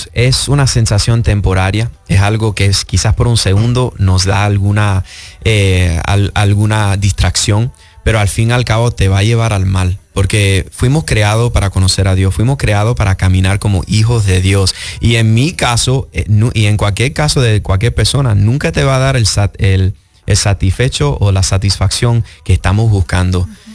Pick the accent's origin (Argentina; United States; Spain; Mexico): United States; Miami, Florida; yo me crié en la iglesia, gracias a Dios, padres cubanos, cristianos, iba a decir, pero también cubanos. Yo nací aquí en Miami y fui a una escuela cristiana.